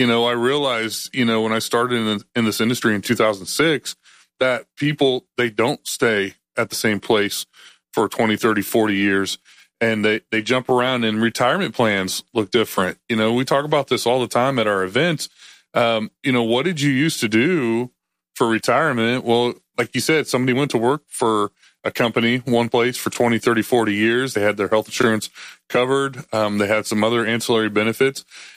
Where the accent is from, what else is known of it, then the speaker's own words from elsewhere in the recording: Iowa, United States; I grew up in Northwest Iowa. I grew up on a farm.